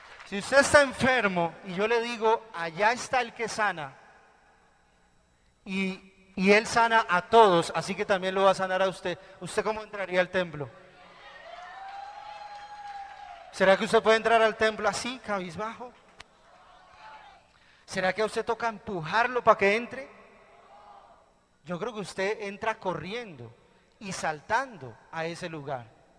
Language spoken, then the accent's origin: Spanish; Bogotá, Colombia; no soy paisa, soy bogotano.